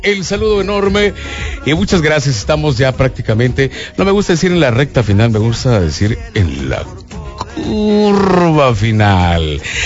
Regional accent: Mexico; a demostrar cómo somos los mexicanos

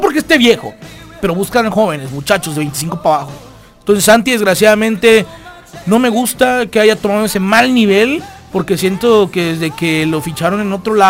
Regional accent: Mexico; cuando Edson o alguien se encara con los jugadores y soy mexicano, esta es mi bandera.

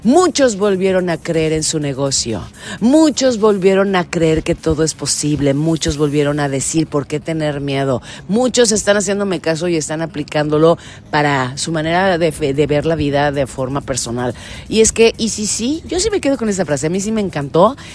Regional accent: Mexico; vamos a celebrar que somos mexicanos

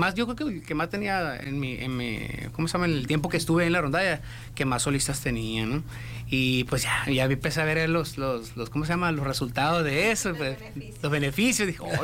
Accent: Hermosillo, Sonora, Mexico; soy de aquí, Hermosillo, orgullosamente de esta tierra, de esta ciudad del sol.

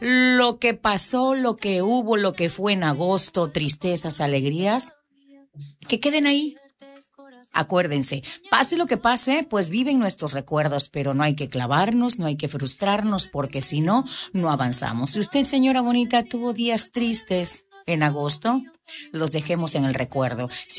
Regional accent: Mexico; somos mexicanos

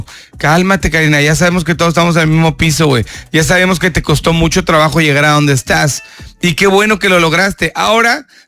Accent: Mexico; now in China; No somos así los mexicanos, güey. Los mexicanos decimos, no madre

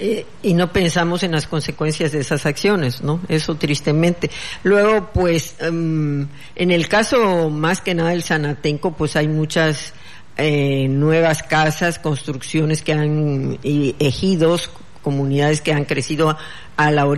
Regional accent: Tapachula, Chiapas, Mexico; also born or lived in Mexico City; Yo no nací en Chiapas, yo nací en el Distrito Federal. Ajá. Por Chapultepec, en un hospital

